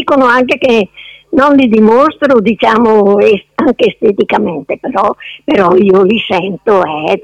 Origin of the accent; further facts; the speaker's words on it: Montichiari, Lombardy, Italy; born there; sono bresciana, sono nata alla Fascia d'Oro di Montichiari.